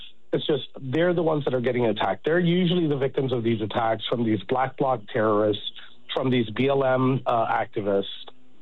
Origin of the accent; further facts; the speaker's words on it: United States; Just like as a group of men, as American men, you know